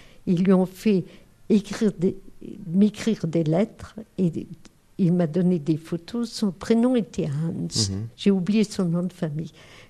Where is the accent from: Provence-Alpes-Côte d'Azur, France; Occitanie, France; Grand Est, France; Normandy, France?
Grand Est, France; Metz; je suis de Metz et je parle l'allemand couramment.